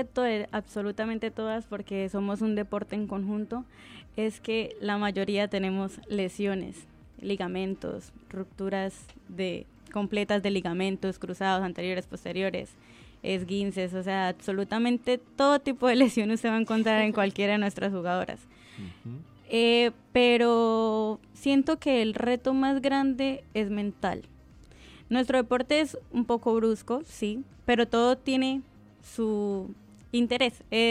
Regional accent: Bolívar, Colombia; now in Cúcuta, Colombia

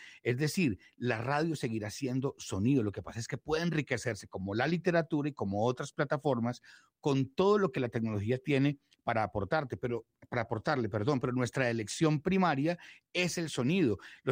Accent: Colombia; somos tan diversos en todas las regiones que dice uno, yo soy colombiano, sí, pero yo soy caribeño, sí, pero yo soy llanero, claro, pero yo soy paisa.

